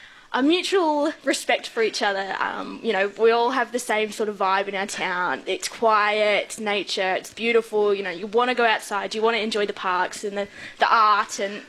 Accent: Northam, Western Australia, Australia; now in Beverley, Australia; Yeah, I grew up in Northam, again, wheat belt, and moved to Beverley about 5-6 years ago now.

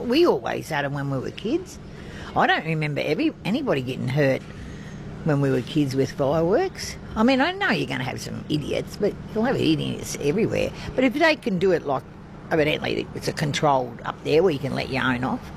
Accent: Victoria, Australia; We come from Victoria, we're not allowed to have fun in Victoria.

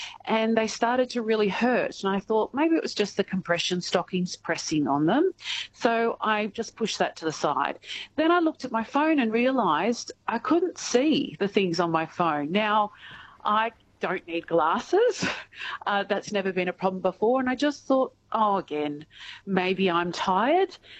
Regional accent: Gippsland, Victoria, Australia; moved away as an adult; now in Sydney, Australia; I am from Gippsland all my life, but the last 3 years I've been in Sydney.

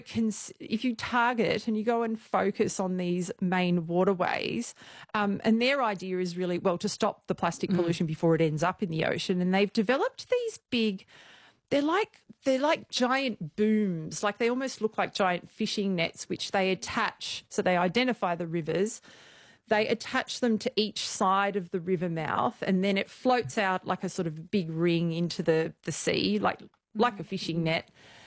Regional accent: Australia; as an Australian, wow, we have, we've got waste challenges

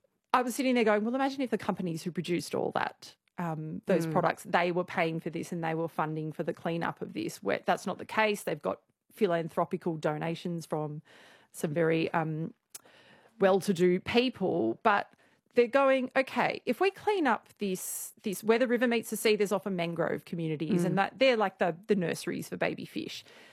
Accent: Australia; just can't help but think, like, as an Australian, wow, we have, we've got waste challenges, but we do have these formal systems which are very, very different to a lot of our neighbours.

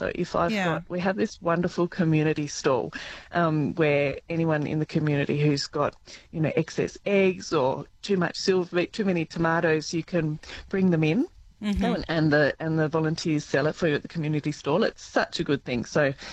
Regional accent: Tasmania, Australia; moved away; also born or lived in Kimberley / Pilbara; I lived in the Kimberley and the Pilbara for a few years, so I have done, and I'm from Tasmania

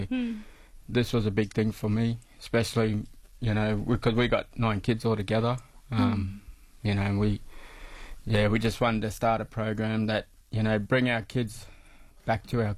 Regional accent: Mackay, Queensland, Australia; moved away as an adult; also born or lived in Mildura; But, you know, like, I grew up in Mackay. I'm 51 this year, so... I moved away a lot of years ago, when I was in my 20s, I moved away, and I come back only last year. We moved from Mildura

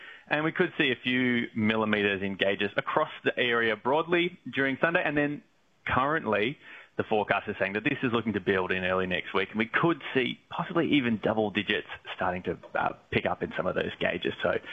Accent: Mansfield, Victoria, Australia; moved away; But I am from Victoria. I'm actually from Mansfield, Victoria.

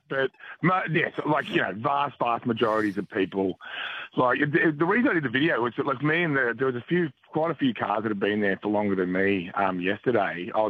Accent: Scone, New South Wales, Australia; So Scone Bypass, I grew up in Scone.

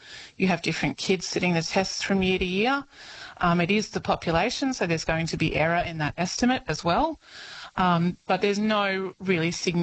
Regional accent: Walcha, New South Wales, Australia; now in Armidale, Australia; I'm in Armidale, and I said to your producer I was from Walca

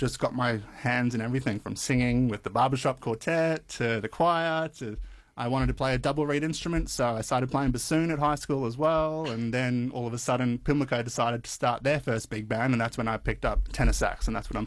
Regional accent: Townsville, Queensland, Australia; being a kid growing up in North Queensland, I wanted to play music.

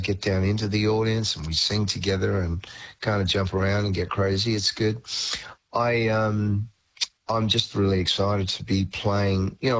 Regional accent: Australia; born or raised there

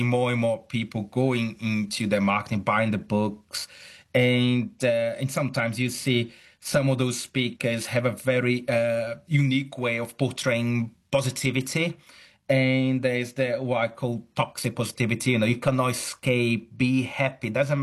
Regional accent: Brazil; now in United Kingdom; I'm originally from Brazil, though I'm academic at the University of Chichester in the UK. I see a lot of that also in Brazil.

